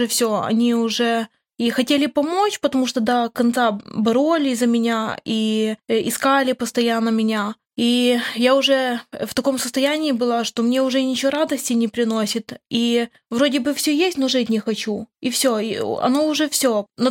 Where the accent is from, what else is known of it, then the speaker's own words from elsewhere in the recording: Khmelnytskyi Oblast, Ukraine; Я тоже с Украины, с Хмельницкой области.